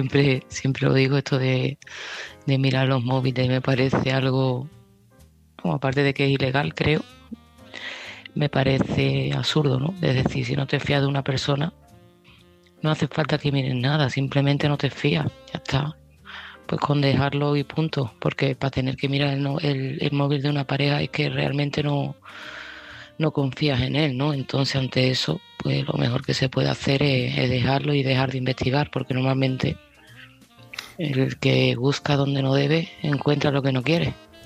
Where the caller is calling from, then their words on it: Seville, Andalusia, Spain; de Sevilla y este mensaje va para Cristina.